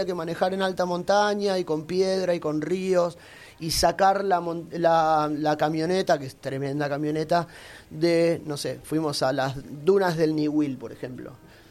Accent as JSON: {"language": "Spanish", "town": "San Martín", "region": "Buenos Aires Province", "country": "Argentina", "said": "Yo soy de San Martín."}